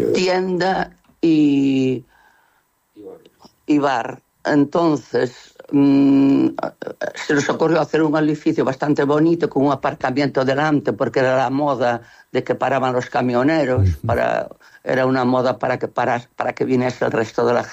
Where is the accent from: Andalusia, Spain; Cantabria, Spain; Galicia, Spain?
Galicia, Spain; Betanzos; born there; also born or lived in Coirós; Realmente era mi pueblo. Coirós también, pero bueno, Betanzos era más interesante. Y estuve 10 años en Betanzos, fíjate.